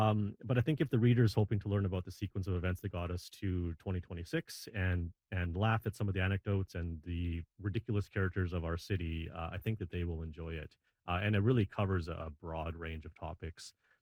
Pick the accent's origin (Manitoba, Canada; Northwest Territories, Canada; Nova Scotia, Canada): Northwest Territories, Canada; Yellowknife; Well, I've been researching Yellowknife history for 26 years now. I'm born and raised in Yellowknife.